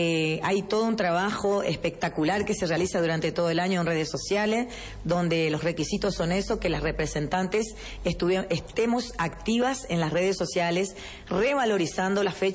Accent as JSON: {"language": "Spanish", "town": "Los Amores", "region": "Santa Fe", "country": "Argentina", "said": "yo soy de los Bajos Submeridionales, de Los Amores, que es el otro humedal que tenemos en nuestra provincia de Santa Fe"}